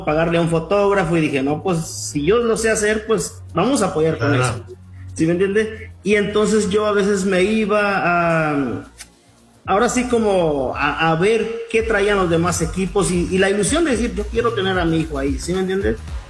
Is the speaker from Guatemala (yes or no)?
yes; Guatemala; now in Phoenix, United States; yo soy de Guatemala, mi esposa es de México y pues Chris nacido acá.